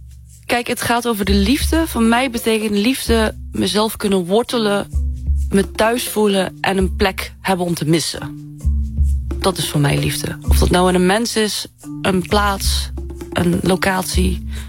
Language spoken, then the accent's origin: Dutch; Zeeland, Netherlands; accent: plat Zeeuws; Ik spreek plat Zeeuws en ik hou van mosselfeesten, weet je. Dat is hoe ik ben opgevoed.